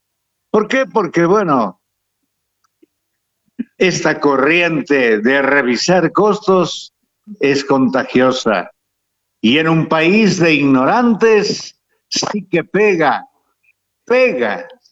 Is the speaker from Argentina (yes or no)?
no; Bolivia